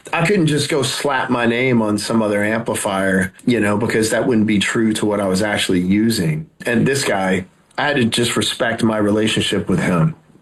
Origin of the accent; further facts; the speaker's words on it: Louisiana, United States; also born or lived in California; now in Tennessee, United States; I lived in California for 22 years. And it was just kind of time to experience something different. And I'm from Louisiana. So like being closer to the South is more, it's more like natural for me, you know, because it's where I grew up.